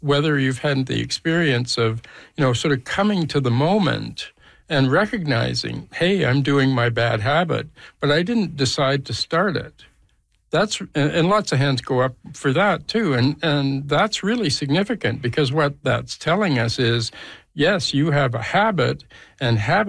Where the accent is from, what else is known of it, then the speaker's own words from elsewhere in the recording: Alberta, Canada; I'm from Alberta, right?